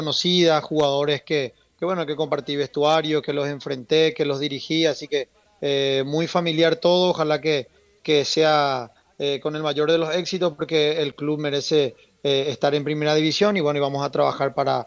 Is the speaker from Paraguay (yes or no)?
yes; Paraguay